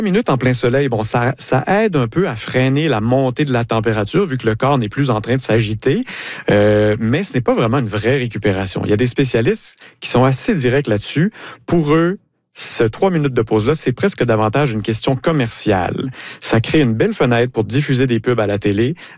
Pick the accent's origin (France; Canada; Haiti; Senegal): Canada; Quebec; Je vous traduis ça un peu à la gaspésienne, là, car je suis gaspésien